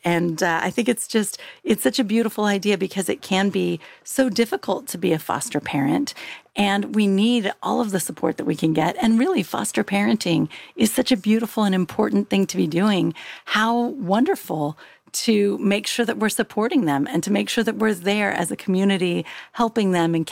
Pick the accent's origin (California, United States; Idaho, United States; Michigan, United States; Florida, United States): California, United States; Pope Valley; I grew up near Middletown in Pope Valley, California.